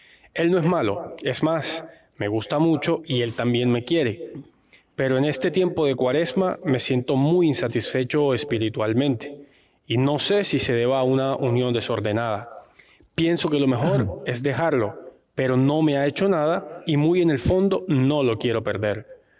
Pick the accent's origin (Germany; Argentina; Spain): Argentina; Soy de Argentina